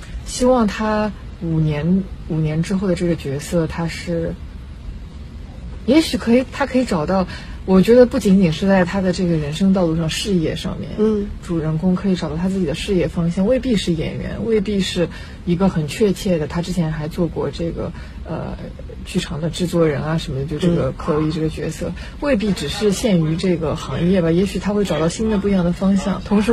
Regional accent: China; 但是我们中国人的那个文化里面，我们比较欣赏大团圆的结局

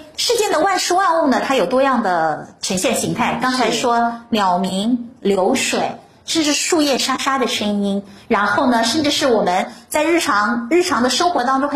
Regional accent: China; 我们中国人

